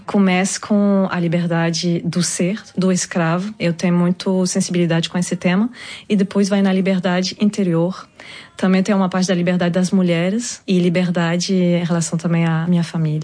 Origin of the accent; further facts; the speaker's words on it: France; Eu me inspiro pela música brasileira, mas eu sou também francesa.